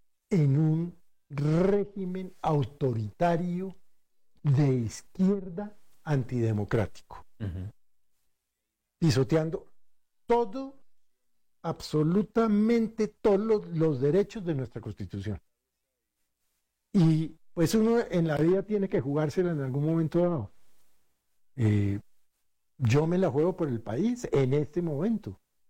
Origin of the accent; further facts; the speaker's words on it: Colombia; Pero como colombiano yo no quiero ver a mi hija y a mis nietos viviendo en un régimen como el de Cuba.